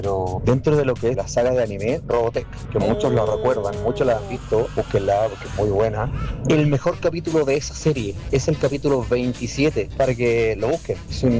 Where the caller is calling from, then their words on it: Calama, Antofagasta, Chile; por acá de la ciudad de Calama.